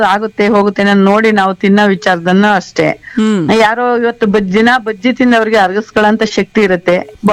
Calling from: Hassan, Karnataka, India

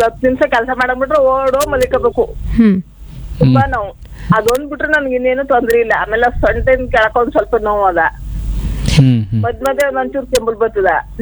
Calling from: Mysuru, Karnataka, India; ಮೈಸೂರಿಂದ.

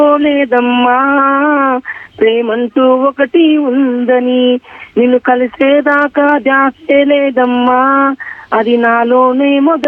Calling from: Nirmal, Telangana, India; నేను తెలంగాణ నిర్మల్ నుంచి … మాట్లాడుతున్నాను

